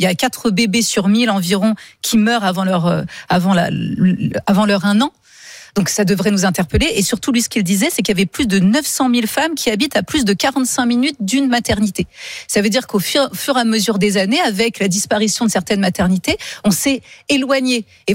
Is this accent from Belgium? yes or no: no; Poitiers, Nouvelle-Aquitaine, France; now in Paris, France; j'ai grandi à Poitiers